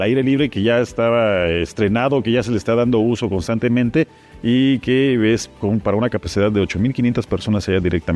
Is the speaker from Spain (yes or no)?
no; Mexico; propiamente como mexicanos que lo vivimos